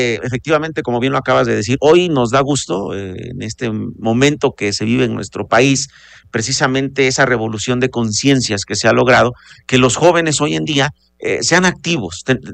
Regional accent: Puebla, Mexico; somos parte de la Mixteca, vecinos de la Mixteca. Yo soy originario del municipio de Toixtepec, allá en la parte de Tecamachalco, Tepeaca, Acatzingo, de esa zona. No obstante, nos identificamos con la región Mixteca.

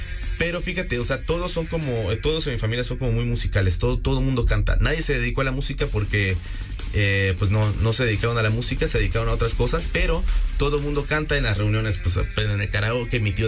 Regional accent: Campeche, Mexico; moved away as an adult; Soy de Campeche y me vine a estudiar a la universidad, a la ciudad de Puebla.

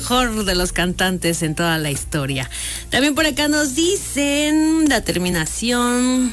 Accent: Metepec, Puebla, Mexico; Anduvo por acá en la región de Metepec, allá en mi pueblo

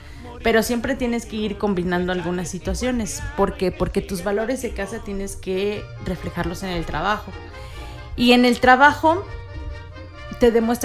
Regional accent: Teziutlán, Puebla, Mexico; yo soy de aquí de Teziutlán.

